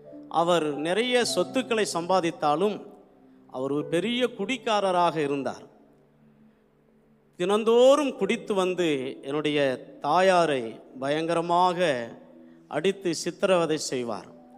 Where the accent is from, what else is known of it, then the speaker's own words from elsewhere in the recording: Tamil Nadu, India; நான் சிதம்பரத்திற்கும் அருகிலே ஒரு சாதாரணமான ஒரு குக்கிராமத்தில் இயேசுவை அறியாத குடும்பத்திலே நான் பிறந்தவன்.